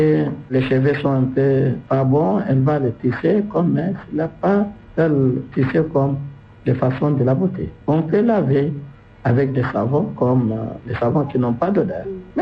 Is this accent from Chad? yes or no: yes; Chad